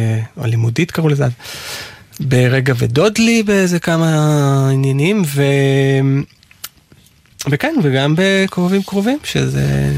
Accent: Tel Aviv, Tel Aviv District, Israel; born there; נולדתי בתל אביב לפני 50 שנה.

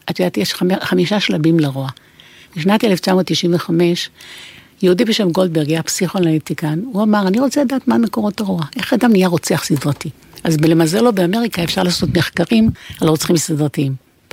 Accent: Ashkelon, Southern District, Israel; moved away as an adult; אני נולדתי בעיר הזאת. זו עיר שעושה לי טוב, למרות שעזבתי אותה בגיל 18 ולא חזרתי, המשפחה גרה שם, אבל אני לא חזרתי לאשקלון יותר.

